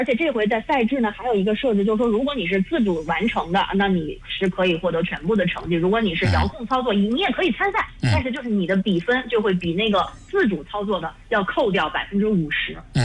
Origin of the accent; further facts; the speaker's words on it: China; 就很像我们中国人从小就知道的一个故事